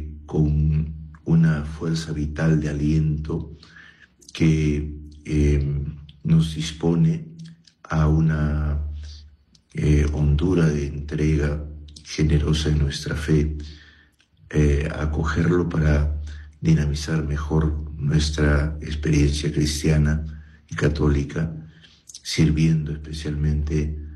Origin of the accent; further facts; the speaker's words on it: Peru; nuestro país es fuertemente católico